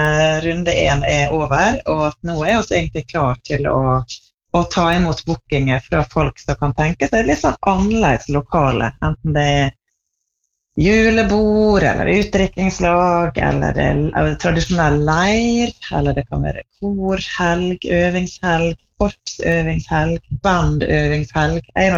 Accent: Tresfjorden, Møre og Romsdal, Norway; Jeg vokste opp I Tresfjorden, som da på andre siden av fjellet. Da jeg var der, far min var prest I Tresfjorden

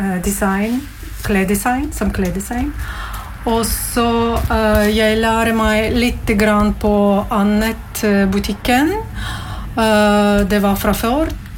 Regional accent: Latvia; Swedish is a second language; now in Norway; Jag kom från Latvia. Och så bor i Norge 14 år.

